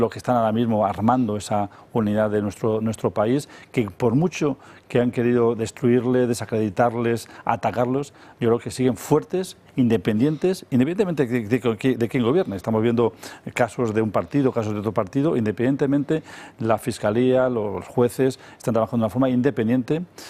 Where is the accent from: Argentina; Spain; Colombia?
Spain; como los españoles amamos nuestro país.